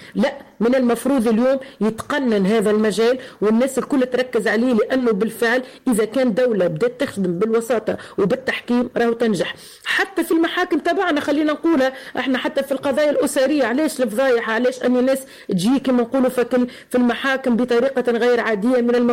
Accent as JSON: {"language": "Arabic", "country": "Tunisia"}